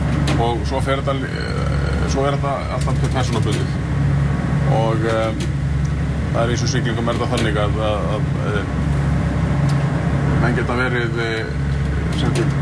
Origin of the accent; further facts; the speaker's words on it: Grindavík, Southern Peninsula, Iceland; Ég kem úr Grindavík hérna, og býð þar